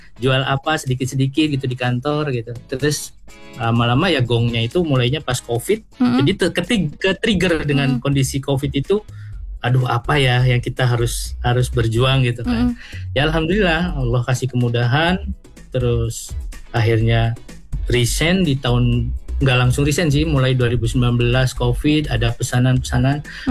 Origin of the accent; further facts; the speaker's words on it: Aceh, Indonesia; aslinya saya sendiri Aceh, kemudian istri Jawa.